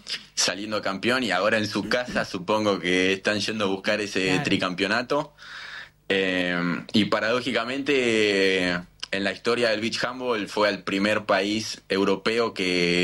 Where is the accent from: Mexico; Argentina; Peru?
Argentina; Somos argentinos de pie a cabeza